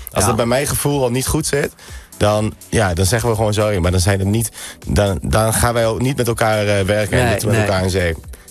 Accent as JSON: {"language": "Dutch", "region": "Overijssel", "country": "Netherlands", "said": "Maar wat ik al zei, ik kom uit Twente. En daar liggen de kansen net wat anders dan als je wat meer richting de Randstad gaat."}